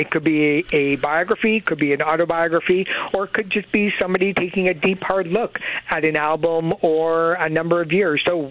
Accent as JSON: {"language": "English", "country": "Canada", "said": "being Canadian"}